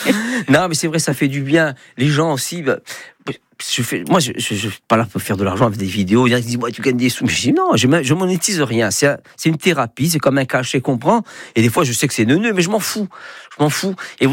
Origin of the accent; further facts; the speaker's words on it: Bastia, Corsica, France; je ne suis pas de TOG, moi je suis de Montésor, tout ça. Mais j'habite à côté maintenant.